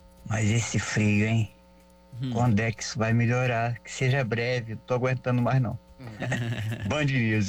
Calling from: Duque de Caxias, Rio de Janeiro, Brazil; Saindo do Parque Dourado em Santa Cruz da Serra com 14 graus.

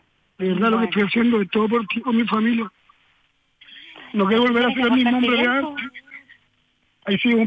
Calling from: Pudahuel, Santiago Metropolitan Region, Chile; Estoy acá en Pudahuel en estos momentos.

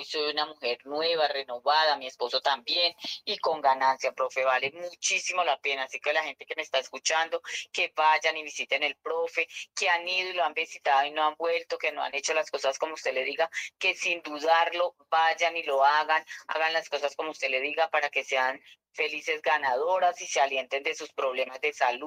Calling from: Ciénega, Boyacá, Colombia

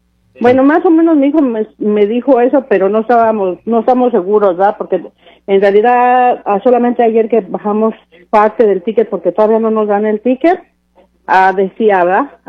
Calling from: Renton, Washington, United States; Yo voy a ir de aquí de Renton

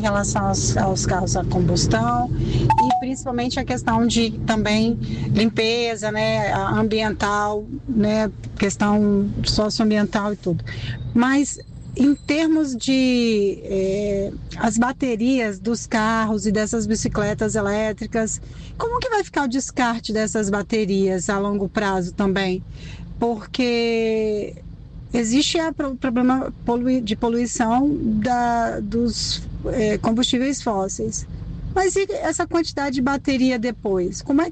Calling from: Vila Velha, Espírito Santo, Brazil; sou de Vila Velha.

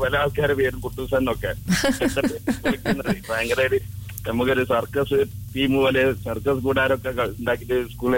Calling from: Vennakkode, Kerala, India; Vennakode.

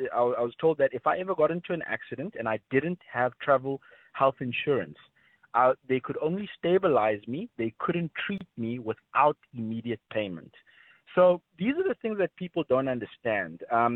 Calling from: South Africa; We as a South African nation

